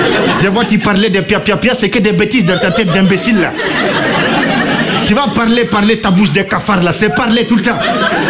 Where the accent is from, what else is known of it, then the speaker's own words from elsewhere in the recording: Clermont-Ferrand, Auvergne-Rhône-Alpes, France; Oui, puis je comprends pas d'où me vient cet accent là. Je suis de Clermont-Ferrand, moi, là-bas.